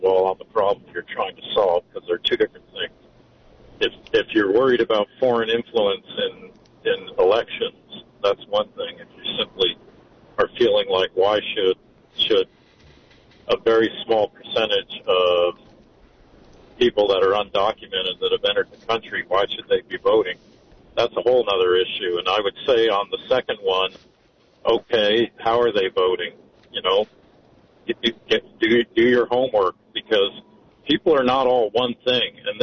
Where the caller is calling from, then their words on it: California, United States; Hi, Dean. … from SoCal.